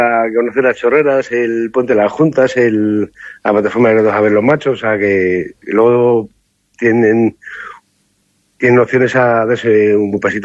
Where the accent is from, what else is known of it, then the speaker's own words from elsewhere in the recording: Castile and León, Spain; defender el título que tengo del año pasado, defenderle en mi tierra, oye, pues es un añadido.